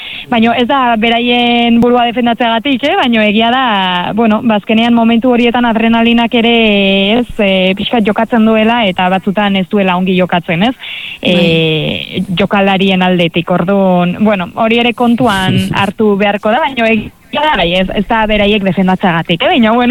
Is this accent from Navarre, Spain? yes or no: yes; Lesaka, Navarre, Spain; nire herrian, Lesakan